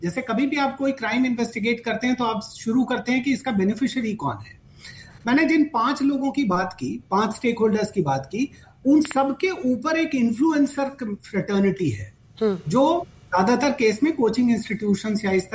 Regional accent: Uttar Pradesh, India; मैं तो उत्तर प्रदेश से आता हूं

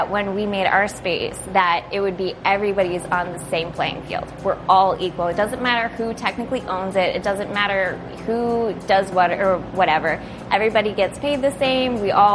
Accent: Pennsylvania, United States; moved away as an adult; now in Brooklyn, United States; We're both from Pennsylvania.

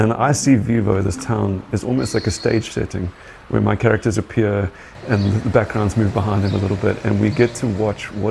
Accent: South Africa; We are amazing sort of patchwork quilt of storytellers and of people, and we are uniquely South African in very different

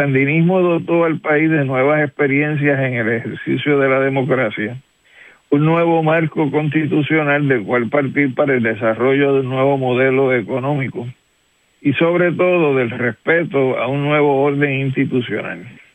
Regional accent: Puerto Rico; Como puertorriqueño, sin embargo, a pesar de los cambios habidos dentro del gobierno sandinista, tenemos que reconocer la solidaridad consecuente del Frente y su dirección con el reclamo de la independencia y la descolonización de Puerto Rico

